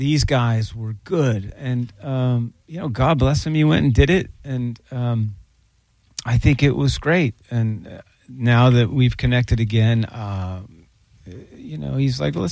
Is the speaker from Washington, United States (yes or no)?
yes; Seattle, Washington, United States; mean, well, we came from Seattle.